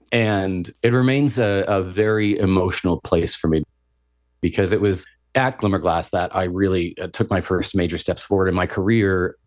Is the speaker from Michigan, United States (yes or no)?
no; Kenmore, New York, United States; I'm this kid from Kenmore, New York.